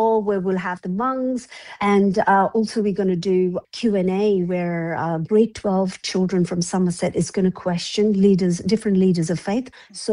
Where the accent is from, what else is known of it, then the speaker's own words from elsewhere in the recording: Sikkim, India; moved away as an adult; now in Australia; I'm from Himalayas. I'm from a state, a little kingdom called Sikkim. It's sandwiched between Nepal, Bhutan, Tibet. When I grew up there, I didn't know what depression was.